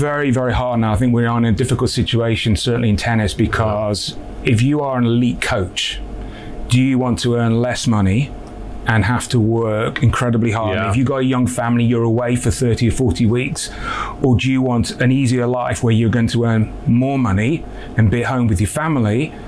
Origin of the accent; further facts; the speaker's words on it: North West England, United Kingdom; Opportunities. I really do believe, I'm from Lancashire, Lee.